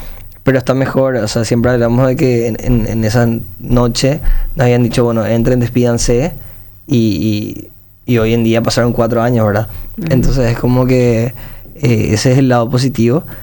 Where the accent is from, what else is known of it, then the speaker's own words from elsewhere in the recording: Asunción, Paraguay; De Asunción. Yo soy de Asunción. Estoy acá cerquita, ahora nomás estaba viniendo desde Sajonia